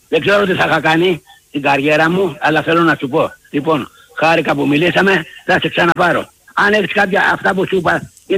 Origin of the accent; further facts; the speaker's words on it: Pigada, Greece; Είμαι από την Πηγάδα, Πηγαδιώτης.